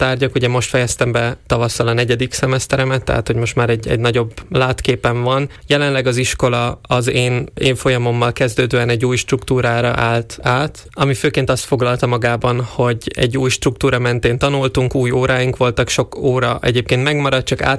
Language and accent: Hungarian; Štúrovo, Nitra Region, Slovakia; now in Budapest, Hungary; egyébként Párkányból származom. Oda jártam általános iskolába és gimnáziumba is, jelenleg pedig Budapesten a Nemzetközi Üzleti Főiskolán tanulok.